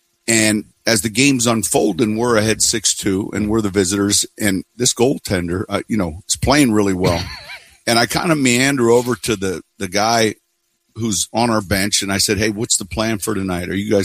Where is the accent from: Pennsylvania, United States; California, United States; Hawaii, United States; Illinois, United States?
Illinois, United States; Chicago; I grew up in Chicago